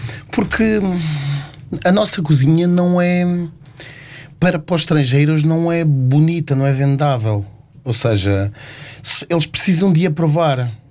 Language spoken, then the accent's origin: Portuguese; Trás-os-Montes, Portugal; Eu sou de Trás-os-Montes.